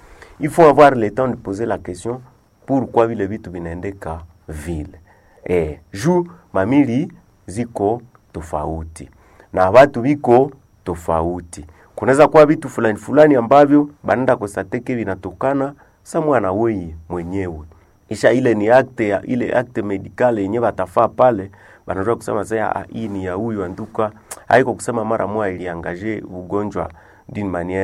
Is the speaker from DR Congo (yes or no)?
yes; Bulongo, North Kivu, DR Congo; also born or lived in Lume / Mutwanga / Kasindi; lakini ba kule kwetu Bulongo kule kwetu Lume Mutwanga Kasindi